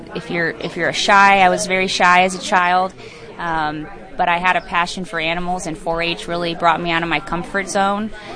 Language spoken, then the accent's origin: English; Missouri, United States; I'm originally from Quarter, Missouri.